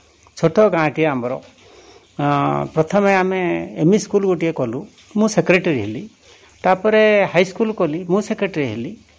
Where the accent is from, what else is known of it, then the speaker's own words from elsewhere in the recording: Tangar, Odisha, India; ଆମ ଗାଁ ନାଁ ହେଉଛି ଟାଙ୍ଗର, ଏଇ ପଥର ଉପରେ ଆମେ ଗୋଟିଏ ଭଲ ମନ୍ଦିର ତିଆରି କରିଛୁ